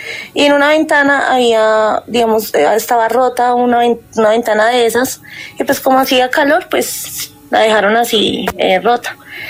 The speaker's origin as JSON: {"language": "Spanish", "town": "Manizales", "region": "Caldas", "country": "Colombia", "lives_now": "Bogotá, Colombia", "said": "Desde aquí, de la capital de Bogotá, bueno, pero soy de Manizales Caldas."}